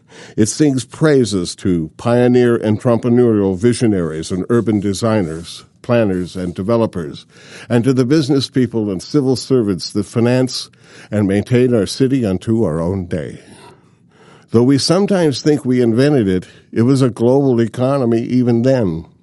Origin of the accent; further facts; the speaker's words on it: Tacoma, Washington, United States; born there; But when I was born here in Tacoma, it was only 60.